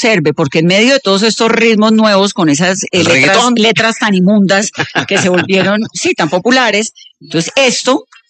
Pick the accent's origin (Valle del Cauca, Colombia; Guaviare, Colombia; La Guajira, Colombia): Valle del Cauca, Colombia; Cali; Usted no, yo sí, querido, yo soy caleña, a mí no me metan en esa fiesta suya, yo me muevo.